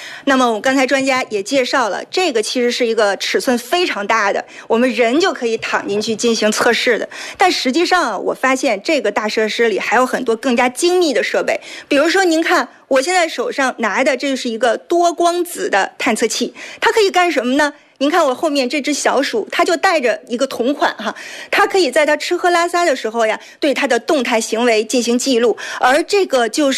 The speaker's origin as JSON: {"language": "Chinese", "country": "China"}